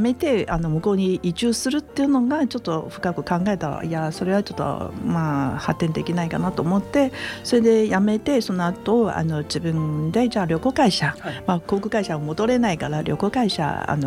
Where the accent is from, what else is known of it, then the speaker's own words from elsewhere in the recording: Taiwan; 最初はもう台湾の出身ですから台湾は詳しいんですね